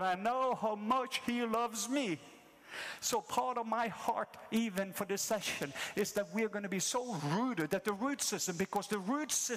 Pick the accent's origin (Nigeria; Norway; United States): Norway; moved away; So when I grew up in Norway as a child, I was always afraid of dogs.